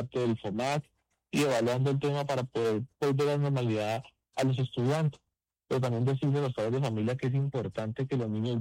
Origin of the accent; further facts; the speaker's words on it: Pitalito, Huila, Colombia; tenemos el municipio que más saca café del país, que es Titalito, de donde soy yo, orgullosamente de la Bellana.